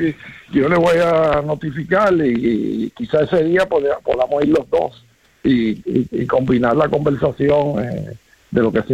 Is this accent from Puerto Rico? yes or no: yes; Puerto Rico